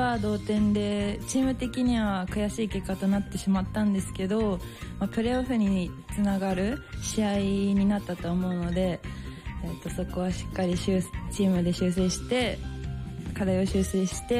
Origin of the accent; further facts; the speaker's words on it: Ehime, Japan; moved away; 私と宇治原選手の地元愛媛県開催で試合をさせていただいて